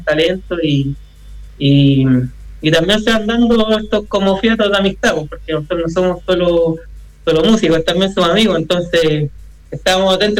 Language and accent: Spanish; Santiago, Santiago Metropolitan Region, Chile; somos todos acá de Santiago, la verdad.